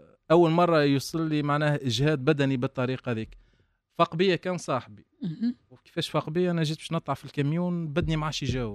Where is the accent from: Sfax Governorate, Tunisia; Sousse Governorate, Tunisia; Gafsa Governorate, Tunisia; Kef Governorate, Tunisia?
Gafsa Governorate, Tunisia; Metlaoui